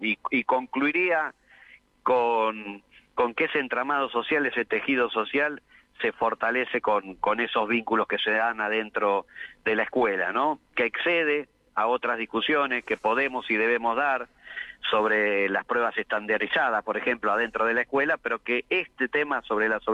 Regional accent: Argentina; me interpela como argentino

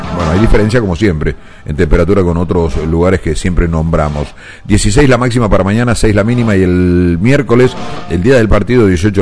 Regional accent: Argentina; de verdad somos argentinos

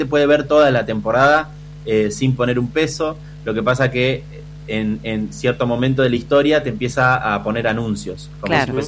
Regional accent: La Plata, Buenos Aires Province, Argentina; Nosotros somos de La Plata

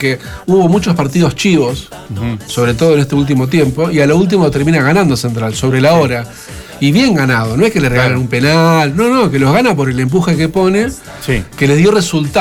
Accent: Rosario, Santa Fe, Argentina; a los que somos de Arroyito.

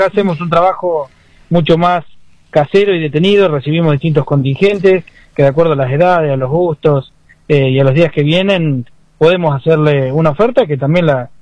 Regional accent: 25 de Mayo, Argentina; 25 de mayo es un pueblo que abraza, es un pueblo que abraza a todo aquel que decide visitarlo. Somos el pueblo del Colo Barco

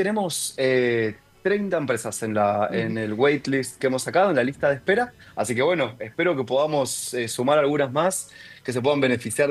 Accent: Mendoza, Argentina; Eso es lo más emocionante que nos puede pasar como mendocinos, tanto a Mili como a mí.

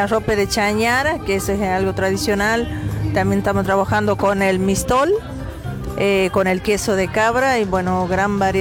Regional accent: Pozo Hondo, Santiago del Estero, Argentina; vengo de Pozondo, departamento Jiménez.

